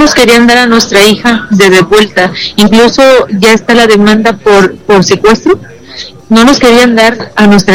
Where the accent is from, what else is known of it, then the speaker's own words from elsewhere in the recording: Poza Rica, Veracruz, Mexico; Tuvimos que viajar, ya que nosotros somos de Poza Rica, Veracruz.